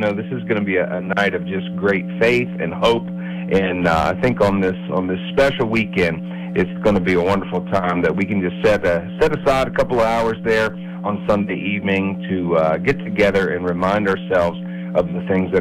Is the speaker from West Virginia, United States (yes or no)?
yes; West Virginia, United States; rainy, foggy morning up here near Deep Creek Lake, Maryland, but I'm looking forward to being back in my home state of West Virginia this weekend